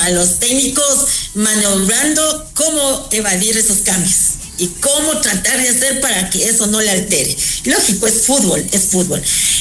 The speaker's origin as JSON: {"language": "Spanish", "country": "Ecuador", "said": "voy a hablar como ecuatoriana."}